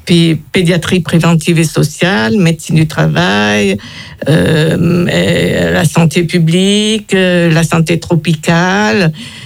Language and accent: French; France; C'est ça, je suis française d'origine. Et d'ailleurs, quand je suis revenue pour la première fois au Vietnam, les gens s'attendaient à avoir une blonde aux yeux